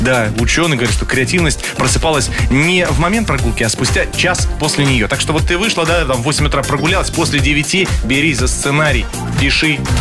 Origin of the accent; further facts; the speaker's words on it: Yaroslavl, Yaroslavl Oblast, Russia; Я из Ярославля, да.